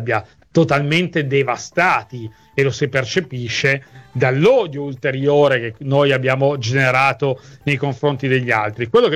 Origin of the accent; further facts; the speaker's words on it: Turin, Piedmont, Italy; io ero bambino, andavo a scuola a Torino